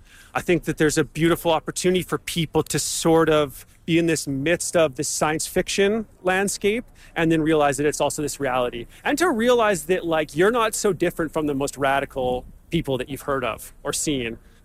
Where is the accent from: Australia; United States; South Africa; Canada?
Canada; Vancouver, British Columbia; my hometown in Vancouver.